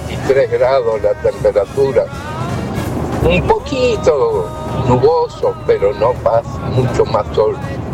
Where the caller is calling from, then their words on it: Libertador San Martín, Entre Ríos, Argentina; de acá de Entre el Río, Libertador San Martín.